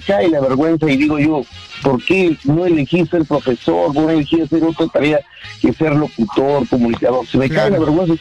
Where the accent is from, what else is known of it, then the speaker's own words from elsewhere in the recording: Chimbote, Ancash, Peru; Yo soy chimbotano, vivo en Chimbote